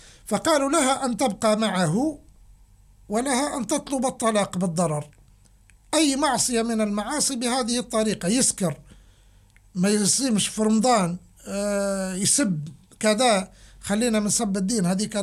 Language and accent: Arabic; Libya; لك أني كليبي